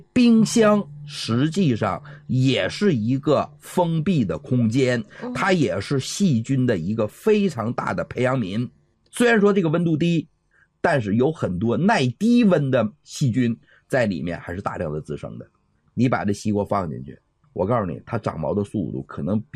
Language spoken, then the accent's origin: Chinese; Northeast China, China; 咱们东北话叫哈喇味儿，